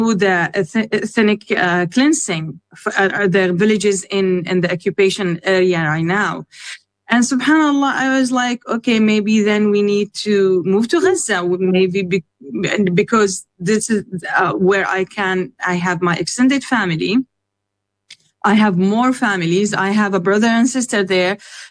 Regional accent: Canada; They like, because we're Canadian citizen, we would be able to enter or leave whenever we want, right?

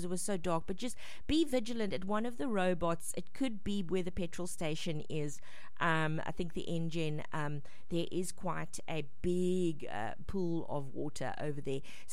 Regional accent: Nelson Mandela Bay, Eastern Cape, South Africa; Please forgive me. I come from Nelson Mandela Bay. That's why I keep saying it.

